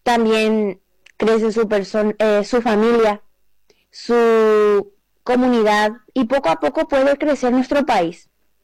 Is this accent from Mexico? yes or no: no; Paraguay; Soy una joven paraguaya